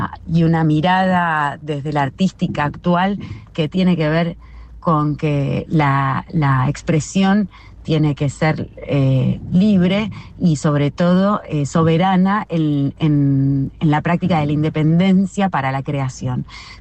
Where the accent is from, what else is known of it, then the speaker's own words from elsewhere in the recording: Argentina; yo soy una mujer argentina de 45 años